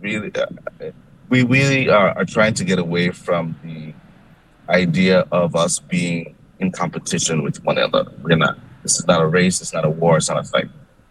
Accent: Coral Bay, St. John, U.S. Virgin Islands; born there; also born or lived in Antigua; now in St. Thomas, U.S. Virgin Islands; I grew up in Coral Bay, St. John, after moving to Antigua right before Hugo. And so we went through Hugo in Coral Bay. And so based on the hurricane, I think we steadily started moving to St. Thomas

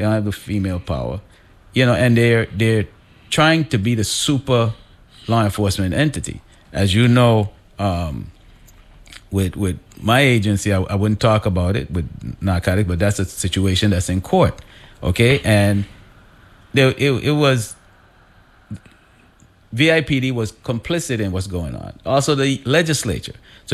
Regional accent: Saint Croix, U.S. Virgin Islands; born there; also born or lived in New York, United States; I was made in Frederickstead, but I was born in New York.

